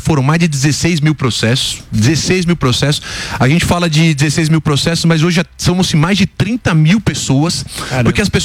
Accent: São Paulo, Brazil; Eu sou da região do Morumbi, eu, minha esposa, meus filhos não conseguem ir num shopping sozinho, né?

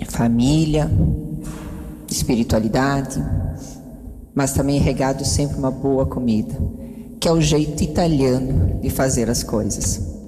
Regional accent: Germany; E eu, como uma boa alemã, no meio disso tudo, digo que hoje o meu coração é italiano.

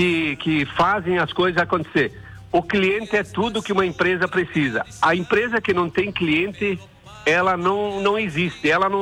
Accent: Concórdia, Santa Catarina, Brazil; da onde que tu é? Concórdia.

